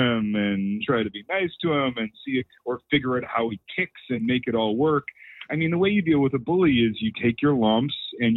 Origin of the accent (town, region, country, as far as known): Canada